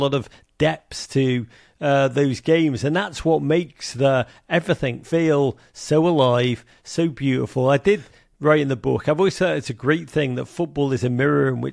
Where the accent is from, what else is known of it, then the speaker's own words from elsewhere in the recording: England, United Kingdom; when I was in Portland, Maine, as an English councillor on camp in 1990, England got into the semi-final.